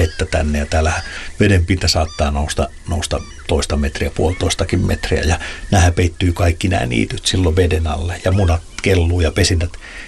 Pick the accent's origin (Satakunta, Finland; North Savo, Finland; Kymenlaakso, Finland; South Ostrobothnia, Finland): Satakunta, Finland; Pori; Mä muistan 80-luvulla, niin kun mä oon Porista kotoisin, niin siellä oli vielä suokukkoja soittimia.